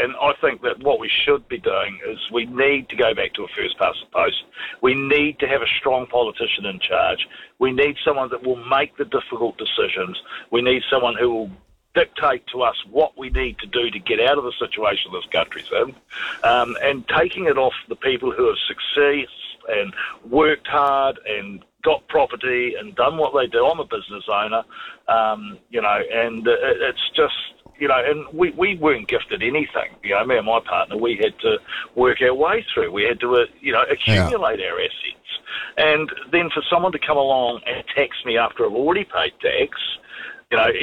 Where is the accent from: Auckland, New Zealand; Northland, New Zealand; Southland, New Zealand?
Southland, New Zealand; I come from Southland, and I see a lot of stuff being spent in Southland that shouldn't be spent